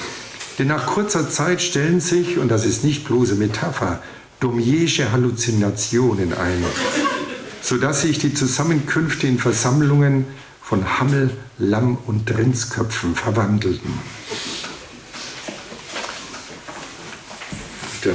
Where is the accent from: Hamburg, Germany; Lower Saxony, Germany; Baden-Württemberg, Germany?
Lower Saxony, Germany; Alfeld; als ich in meiner Heimatstadt Ahlfeld im Jahre 1961 die Junge Union gründete.